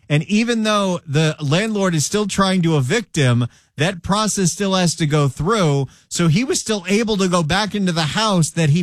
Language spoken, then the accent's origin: English; Santa Clarita, California, United States; my hometown of Santa Clarita